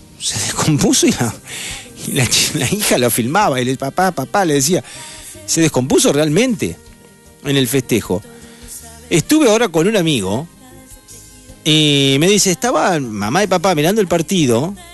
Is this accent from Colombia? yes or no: no; Argentina; vivirlo con pasión como somos los argentinos